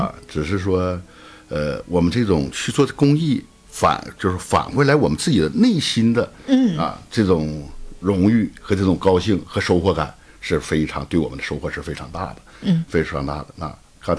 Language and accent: Chinese; Heilongjiang, China; moved away; 这是我的出生地，也是我的母校